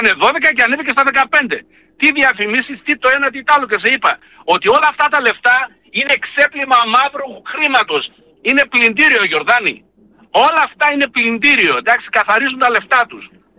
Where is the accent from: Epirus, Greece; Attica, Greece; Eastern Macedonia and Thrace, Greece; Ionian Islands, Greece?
Eastern Macedonia and Thrace, Greece; Όχι γιατί είμαι Πόντιος, γιατί είμαι Έλληνας, εντάξει. Πρώτα είμαι Έλληνας και είμαι ποντιακής καταγωγής. Λοιπόν, και Θρακιώτης.